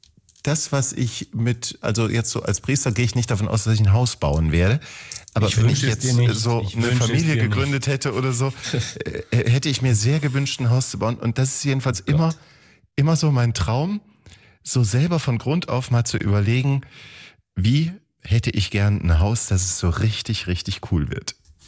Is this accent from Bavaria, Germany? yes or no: no; Wiesbaden, Hesse, Germany; Da sind wir aus Wiesbaden, aus der Stadt, aufs Land gezogen, weil wir einfach mehr Platz brauchten, so mit den Geschwistern und allem möglichen.